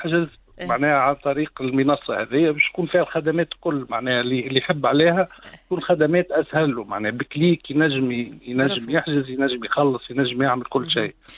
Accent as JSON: {"language": "Arabic", "country": "Tunisia", "moved": "yes", "lives_now": "Italy", "said": "نحن روكي روحوا لتونس نشيخوا ونتفرهدوا ونشوفوا عائلاتنا"}